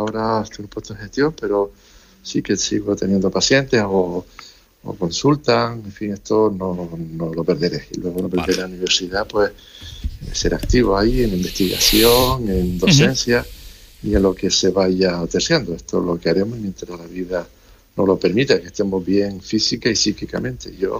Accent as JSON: {"language": "Spanish", "town": "Teror", "region": "Canary Islands", "country": "Spain", "tie": "born or raised there", "said": "Bueno, a mi pueblo de Teror, que es el pueblo toda la vida. Yo sigo empadronado en mi pueblo, tenemos una casa familiar y soy vecino del pueblo."}